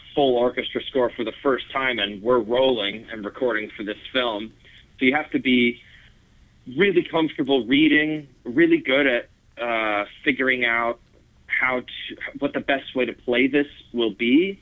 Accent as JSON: {"language": "English", "town": "Saginaw", "region": "Michigan", "country": "United States", "said": "I'm from Saginaw"}